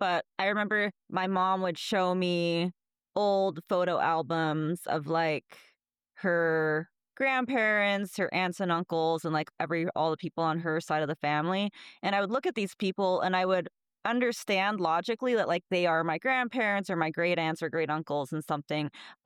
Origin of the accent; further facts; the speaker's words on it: Alaska, United States; now in San Francisco, United States; oh, I'm from Alaska